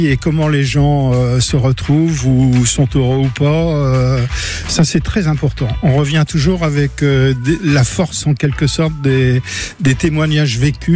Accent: Morbecque, Hauts-de-France, France; born there; je suis historien. Je suis né à Morbec, un pays original parce qu'il se trouve juste à la lisière entre le rebord du Outland et la plaine de la Lys.

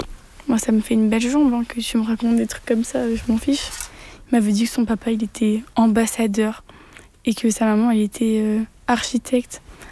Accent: Troyes, Grand Est, France; j'ai 18 ans, je viens de Troyes.

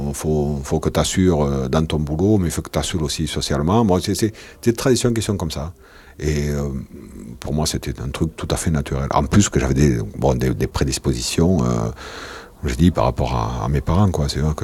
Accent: Lannemezan, Occitanie, France; Je suis des Pyrénées. Je suis à côté de Tarbes, Lannemezan, exactement.

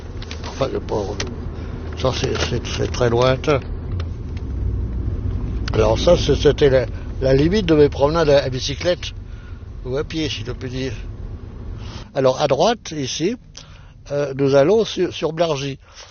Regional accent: Paris, Île-de-France, France; born there; Mais non, je vous dis, je suis né à Paris, rue Cardinal-Lemoine, mais il n'y a pas encore de plaque sur la maison.

